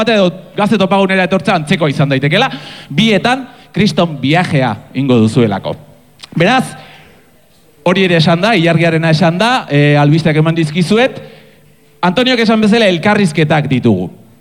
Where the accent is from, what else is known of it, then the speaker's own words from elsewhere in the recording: Basque Country, Spain; born there; ni laugarrena Euskal Herrian jaio nintzen